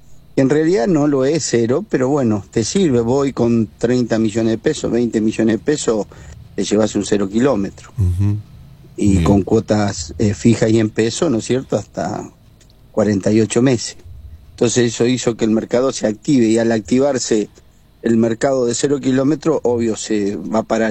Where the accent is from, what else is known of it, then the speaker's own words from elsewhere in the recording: Gaboto, Santa Fe, Argentina; Gaboto, porque bueno, tratándose que es mi pueblo